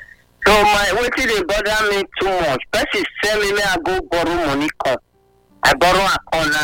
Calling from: Nigeria; I'm calling from Ohoro.

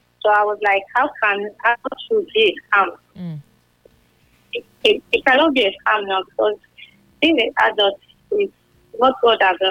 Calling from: Benin City, Edo, Nigeria; Calling from Benin.

